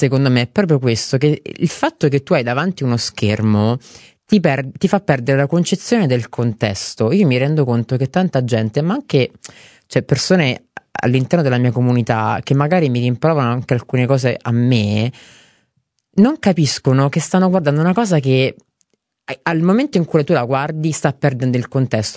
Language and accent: Italian; Reggio Calabria, Calabria, Italy; io sono di Reggio Calabria, una famiglia calabrese